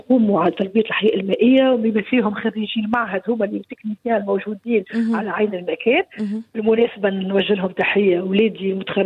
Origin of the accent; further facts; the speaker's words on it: Sahel, Tunisia; عندنا في الساحل نتاعنا